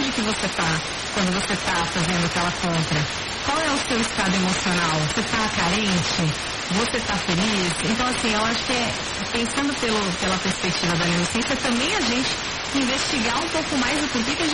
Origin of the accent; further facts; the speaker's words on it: Brazil; moved away; Afinal, eu sou brasileira.